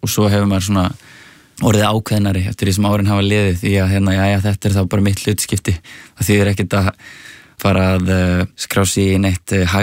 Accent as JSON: {"language": "Icelandic", "town": "Árbær", "region": "Capital Region", "country": "Iceland", "tie": "born or raised there", "said": "og svo er ég náttúrulega alveg upp í Árbæ"}